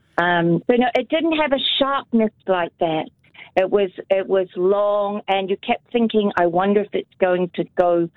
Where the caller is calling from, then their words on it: Ōhai, Southland, New Zealand; I am in Western Southland in Ōhai, among the beautiful people of the old coal mining town of Ōhai.